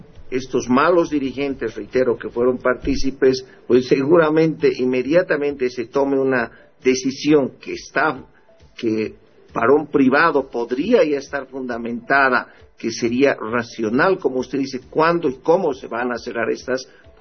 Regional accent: Potosí, Bolivia; now in La Paz, Bolivia; Aunque no soy paseño. Soy potosino, pero muy agradecido. Vivo casi 38 años en La Paz, ya paseño, pero de corazón todavía potosino.

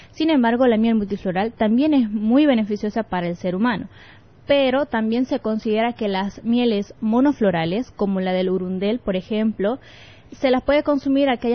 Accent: Caraparí, Tarija, Bolivia; Yo vengo de Tarija, Carapari. Asimismo, pertenezco a la federación, que es la FRAG, del Gran Chaco, donde estamos Carapari, Yacuiba y Villamontes.

